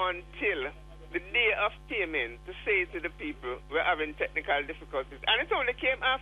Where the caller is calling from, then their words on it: Kingston, Jamaica; I'm calling from Kingston 20.